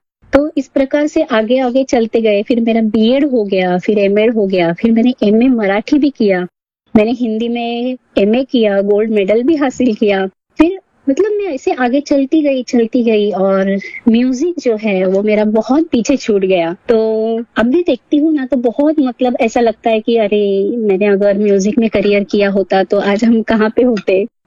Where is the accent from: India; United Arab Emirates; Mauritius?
India; Ahmednagar, Maharashtra; जन्म जो है वो अहमदनगर, यानी अभी का जो अहिल्या नगर है, नाम चेंज हो गया है उसका, तो मैं अहमदनगर से हूँ।